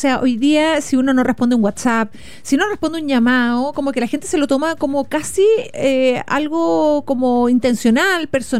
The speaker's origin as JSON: {"language": "Spanish", "country": "Chile", "said": "Yo soy de Ozón"}